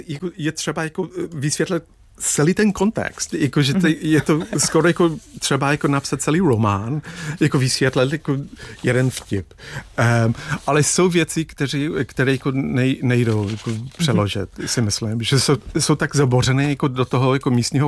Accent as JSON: {"language": "Czech", "town": "Dublin", "region": "Leinster", "country": "Ireland", "tie": "born or raised there", "second_language": "Czech", "moved": "yes", "lives_now": "Czech Republic", "said": "malý, hezký středoslavovský dům jako, jako v Dublinu. Jsem tam vyrůstal."}